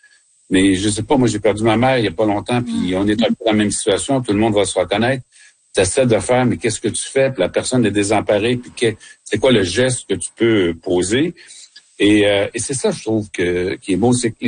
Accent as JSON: {"language": "French", "region": "Quebec", "country": "Canada", "said": "chez nous au Québec"}